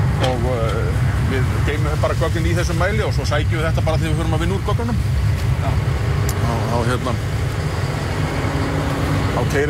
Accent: Grindavík, Southern Peninsula, Iceland; Ég kem úr Grindavík hérna, og býð þar

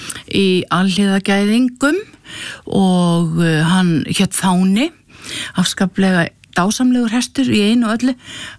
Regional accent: Hvolsvöllur, Southern Region, Iceland; Ég að mestu leiti alinn upp á Hvolsvelli. Ég fædd á Rauðalæk í Holtum, svo flýst ég í Djúpadal, svo flýst ég á Hvolsvell

